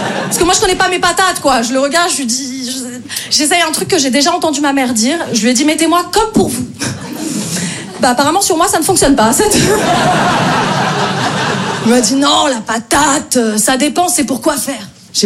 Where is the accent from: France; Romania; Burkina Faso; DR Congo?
France; Paris, Île-de-France